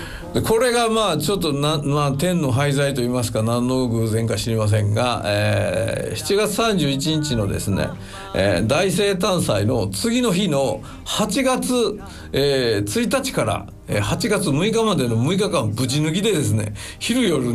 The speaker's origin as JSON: {"language": "Japanese", "region": "Nara", "country": "Japan", "tie": "born or raised there", "said": "僕奈良の出身なんですけど、奈良県民はだいたい1回は長島温泉行ったと思うんですよ。"}